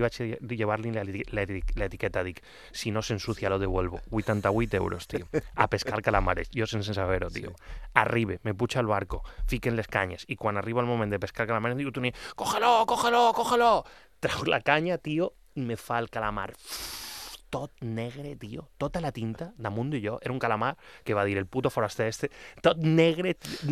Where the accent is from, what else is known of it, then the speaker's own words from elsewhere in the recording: Mallorca, Balearic Islands, Spain; nosaltres, essència mallorquina en presència